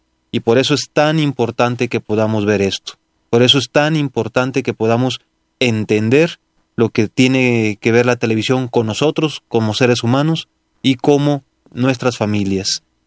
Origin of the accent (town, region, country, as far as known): Mexico